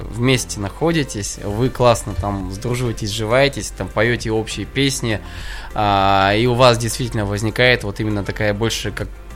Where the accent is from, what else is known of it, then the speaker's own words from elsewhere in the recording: Russia; moved away as an adult; Я же с Байкала, я же о нем знаю все